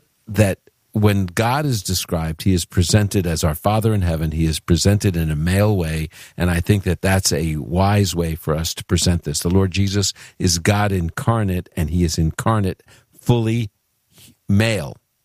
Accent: New York City, New York, United States; moved away; That's my neck of the woods where I'm from originally, you know, from the Holy Land, Brooklyn, New York.

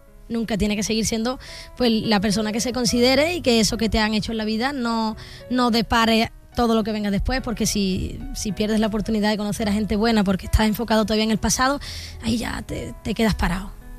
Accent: Jerez de la Frontera, Andalusia, Spain; moved away; volver a Jerez, a mi tierra

